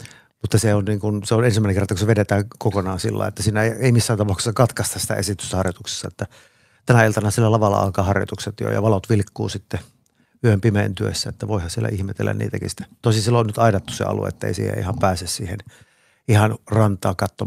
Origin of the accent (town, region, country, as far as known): Oulu, North Ostrobothnia, Finland